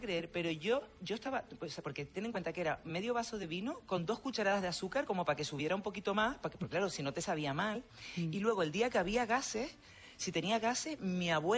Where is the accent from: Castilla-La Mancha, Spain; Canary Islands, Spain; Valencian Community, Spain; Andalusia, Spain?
Canary Islands, Spain; El Paso; now in Madrid, Spain; Cuento lo mismo, que soy del municipio del Paso, que me fui de La Palma por salir del Paso, ¿sabes?